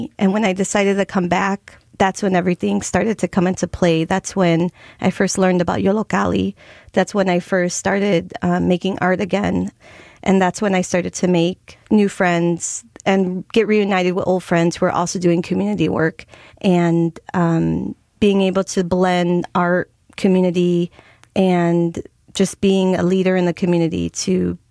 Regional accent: Chicago, Illinois, United States; I grew up in La Villita on 26th and Colon, right by the plaza.

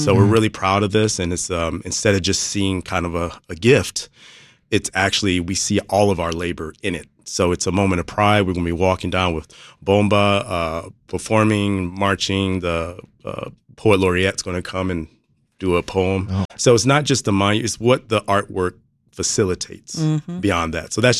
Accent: Chicago, Illinois, United States; I'm from Chicago, so it's really important to spread that out

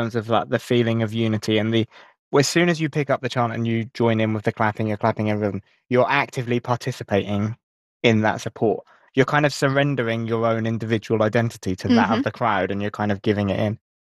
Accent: England, United Kingdom; I was watching these games as an Englishman in Spain surrounded by Scottish people

